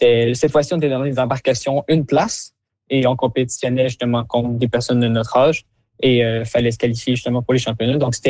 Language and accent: French; Quebec City, Quebec, Canada; also born or lived in British Columbia; Moi, je viens de Québec originalement, mais justement, j'étais dans un collège dans l'Ouest.